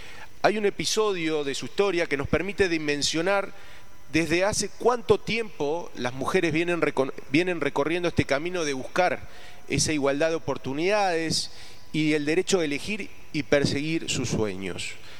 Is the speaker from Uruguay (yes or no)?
yes; Carmelo, Colonia, Uruguay; born there; soy nacido en Carmelo.